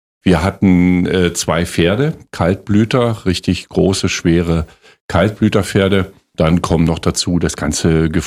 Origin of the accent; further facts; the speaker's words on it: Naundorf, Brandenburg, Germany; Naundorf ist ein relativ überschaubar großes Dorf heute noch, Naundorf bei Forst, das ist mein Heimatdorf.